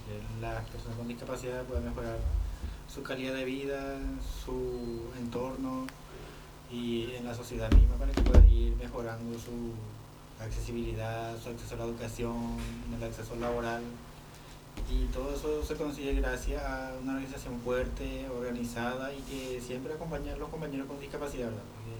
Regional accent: Paraguay; nosotros como paraguayos tenemos mucha cultura

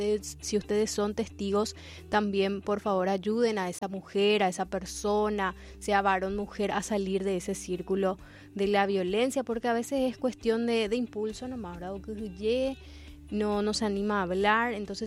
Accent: Paraguay; Esos somos nosotros, guaraní, castellano

